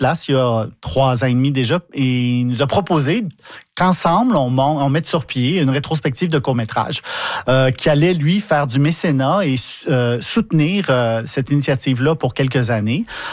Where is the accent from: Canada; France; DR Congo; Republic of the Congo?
Canada; Montreal, Quebec; Je viens de Montréal, mais … maintenant, c'est sûr.